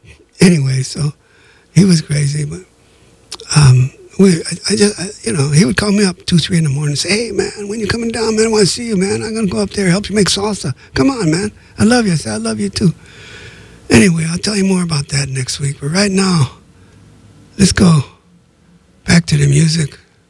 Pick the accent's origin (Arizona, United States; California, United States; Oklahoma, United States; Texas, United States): California, United States; Los Angeles; Growing up in East L.A., you know, and all my friends were Latino